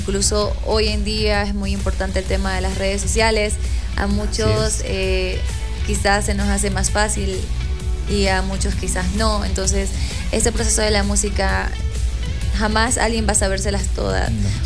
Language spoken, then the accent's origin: Spanish; Ecuador